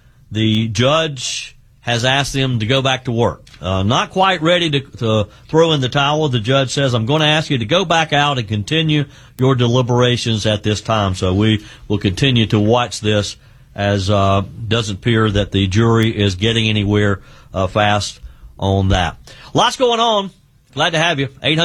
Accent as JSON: {"language": "English", "region": "South Carolina", "country": "United States", "said": "I mean, right here in my home state of South Carolina"}